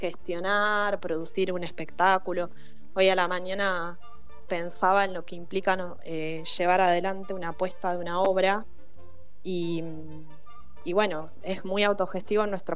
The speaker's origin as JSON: {"language": "Spanish", "region": "Neuquén", "country": "Argentina", "moved": "yes", "lives_now": "La Plata, Argentina", "said": "yo soy de Neuquén."}